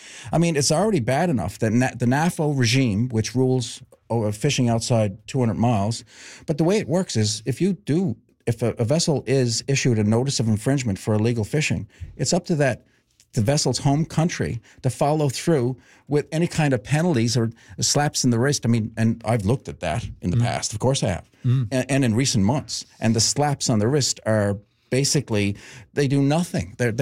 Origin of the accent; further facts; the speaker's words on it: Newfoundland and Labrador, Canada; as a Newfoundlander